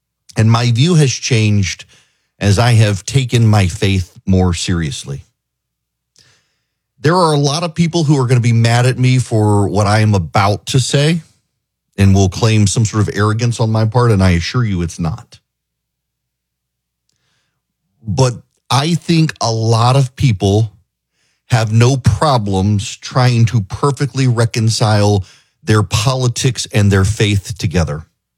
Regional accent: Dubai, United Arab Emirates; When I was a kid growing up in Dubai, we would get invited to public executions.

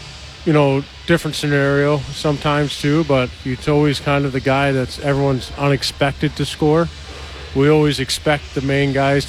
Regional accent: St. Louis, Missouri, United States; being in my hometown.

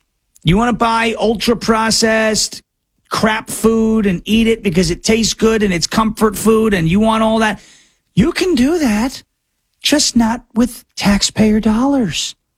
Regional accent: New York, United States; I come from New York.

